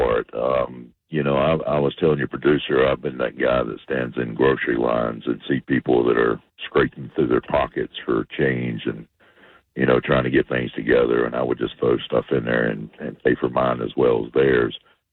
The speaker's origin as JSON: {"language": "English", "region": "North Carolina", "country": "United States", "lives_now": "New Jersey, United States", "said": "I'm actually from North Carolina, and I did the dumb thing and moved to Jersey."}